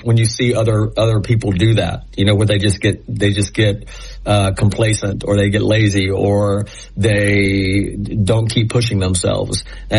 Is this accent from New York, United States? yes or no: no; Knoxville, Tennessee, United States; born or raised there